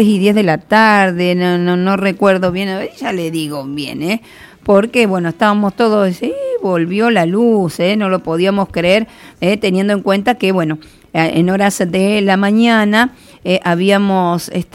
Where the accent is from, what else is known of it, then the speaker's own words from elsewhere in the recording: Argentina; Pero vio que si no se sufre, no somos argentinos.